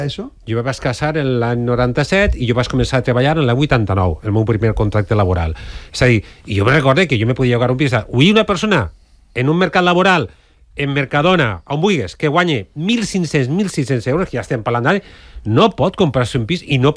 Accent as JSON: {"language": "Catalan", "town": "Valencia", "region": "Valencian Community", "country": "Spain", "said": "jo soc de Patrais."}